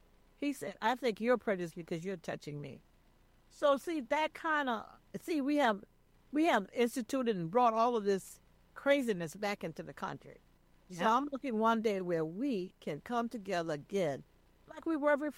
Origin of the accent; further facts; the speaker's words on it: the South, United States; And I'm a Southerner. I was born in the South.